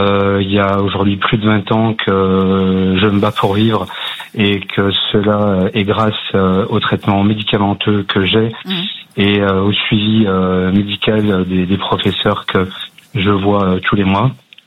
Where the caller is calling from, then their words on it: Saint-Étienne, Auvergne-Rhône-Alpes, France; je suis stéphanois